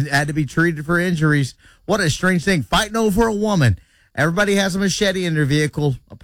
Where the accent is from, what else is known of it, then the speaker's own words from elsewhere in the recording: Panama City, Florida, United States; Well, that happened over in Panama City. That's where my hometown is.